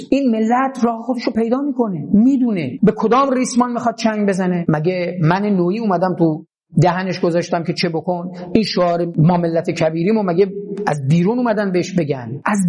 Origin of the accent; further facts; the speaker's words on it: Iran; اینکه من در ایران به دنیا اومدم افتخار نیست به معنی، اما اینکه من ایرانی بودن خودم رو، سنت خودم رو، هویت خودم رو که دیگه تصادفی نیست حفظ بکنم، این افتخاره